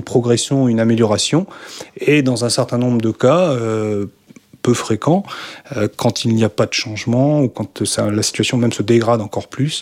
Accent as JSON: {"language": "French", "town": "Plougastel", "region": "Brittany", "country": "France", "tie": "born or raised there", "moved": "as an adult", "said": "Donc moi, j'ai grandi à Plougastel, j'ai fait mes études secondaires sur Brest. Et à 18 ans, donc, je suis parti en région parisienne pour suivre une formation d'ingénieur chimiste."}